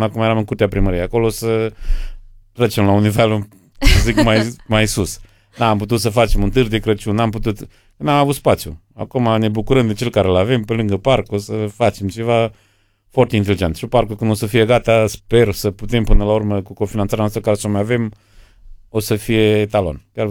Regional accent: Coșbuc, Bistrița-Năsăud, Romania; vă dați seama, sunt din Coșbuc.

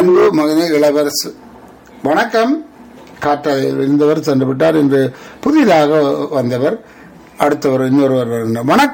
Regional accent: Jaffna, Northern Province, Sri Lanka; now in Canada; அது நானும் இலங்கை தானே, நானும் இலங்கை தான் ஐயா.

